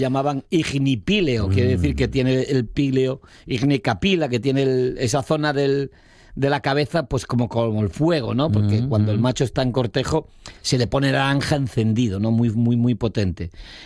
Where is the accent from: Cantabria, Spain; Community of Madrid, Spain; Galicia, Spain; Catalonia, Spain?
Galicia, Spain; Noia; yo sabes que soy originario de Galicia y un pueblo que tiene ría.